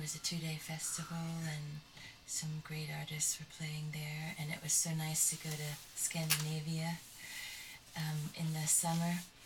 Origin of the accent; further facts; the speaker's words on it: United Kingdom; But I'm also British, so a lot of my family was there, so we visited lots of family as well, so.